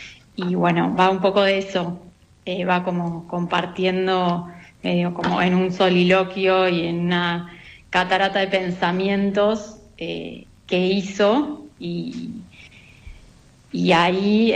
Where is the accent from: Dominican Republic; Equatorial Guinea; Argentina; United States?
Argentina; Patagonia; yo también me crié en la Patagonia, siempre lejos de las grandes producciones